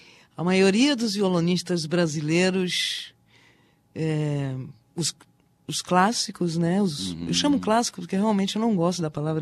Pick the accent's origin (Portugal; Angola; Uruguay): Uruguay; now in Brazil; quando era criança pequena lá no Uruguai, não em Barbacena